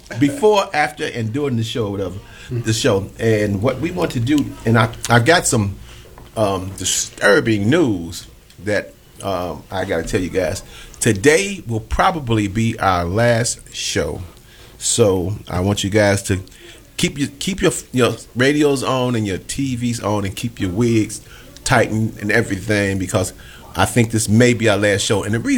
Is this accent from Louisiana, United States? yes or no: yes; Louisiana, United States; I'm your Cajun host